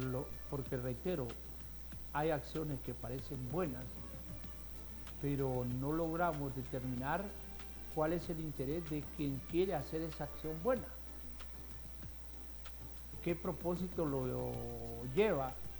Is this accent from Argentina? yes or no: no; Honduras; Yo soy hondureño, mi familia es hondureña.